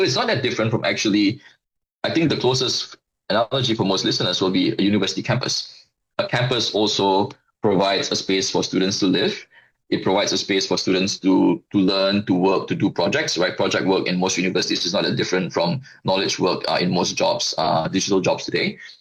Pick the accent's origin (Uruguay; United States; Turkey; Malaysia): Malaysia; Personally, as a Malaysian, I thought it was quite cool. And I'm a Malaysian who's been working in technology and following the technology space and innovation space for like 2 decades over my career.